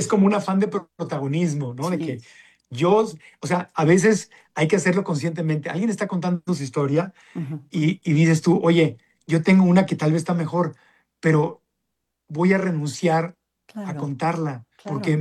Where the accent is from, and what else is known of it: Acapulco, Guerrero, Mexico; born or raised there